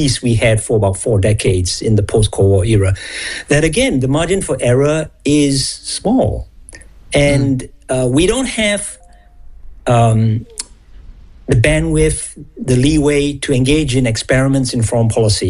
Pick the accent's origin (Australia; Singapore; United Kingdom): Singapore; moved away as an adult; also born or lived in United States; No, I did all my university degrees in the States, but I'm actually from Singapore. Grew up there.